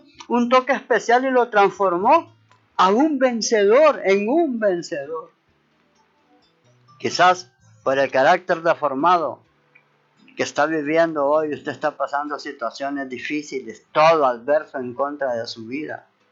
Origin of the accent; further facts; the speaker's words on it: Honduras